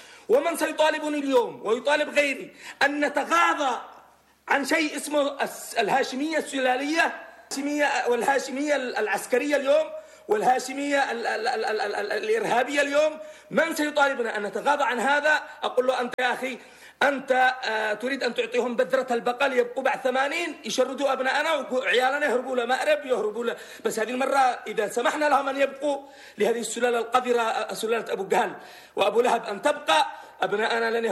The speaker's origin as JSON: {"language": "Arabic", "country": "Yemen", "said": "أنا اليمني الحمير السبئي، أنا أحق بحكم بلدي كيمني."}